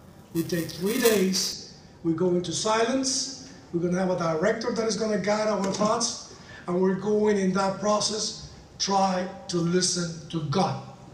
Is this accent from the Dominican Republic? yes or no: yes; Dominican Republic; I am from the Dominican Republic, and I've been an agrupado since 2005.